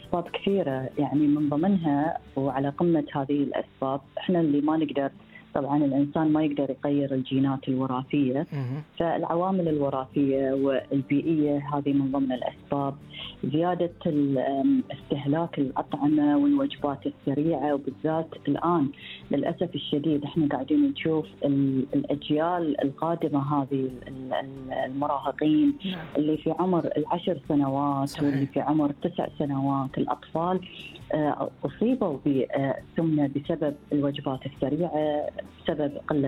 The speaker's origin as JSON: {"language": "Arabic", "country": "Bahrain", "said": "متوفر عندنا في البحرين."}